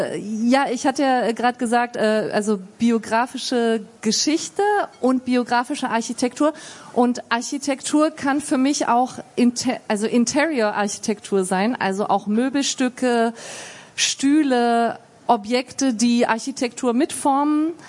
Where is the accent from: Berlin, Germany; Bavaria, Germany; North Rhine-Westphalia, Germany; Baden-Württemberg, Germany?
Berlin, Germany; da ich in Siemensstadt aufgewachsen bin ich halt vor einigen Jahren wieder zurückgegangen in die Siedlung, in der ich aufgewachsen bin